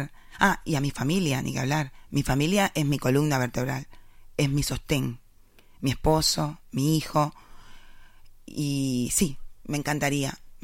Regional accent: Cuba; born there; moved away

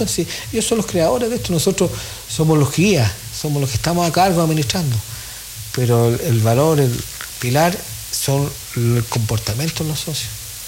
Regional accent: Putaendo, Valparaíso, Chile; Nacido y criado en Quebrada Herrera. Cuando don Jona vivía era de Putaendo.

